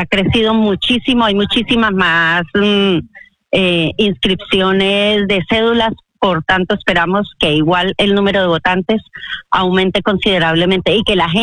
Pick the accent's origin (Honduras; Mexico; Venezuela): Venezuela; born there; Y soy de doble nacionalidad, porque soy venezolana por nacimiento, ¿cómo es que se llama? La nacionalidad colombiana, pero quiero a Colombia.